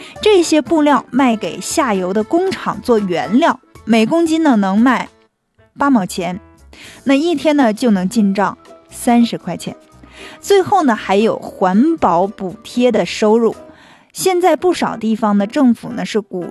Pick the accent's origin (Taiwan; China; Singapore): China; Harbin, Heilongjiang; 因为呢它不是咱们哈尔滨，也不是咱们东北人在做这件事儿。